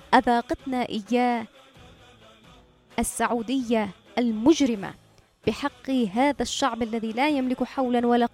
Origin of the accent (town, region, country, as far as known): Yemen